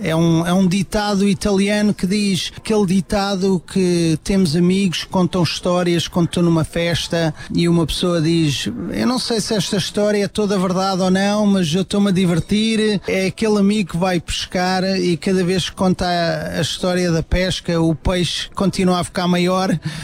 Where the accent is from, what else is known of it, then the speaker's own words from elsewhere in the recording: Portugal; now in West Palm Beach, United States; Sou português, estou aqui nos Estados Unidos há 22 anos a fazer hotelaria